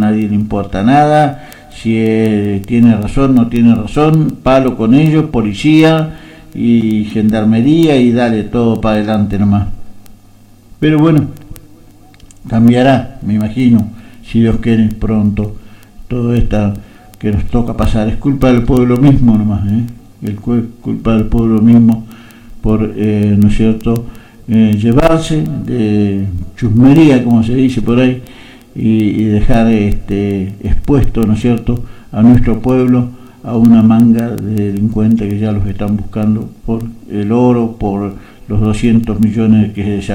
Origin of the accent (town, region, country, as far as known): Argentina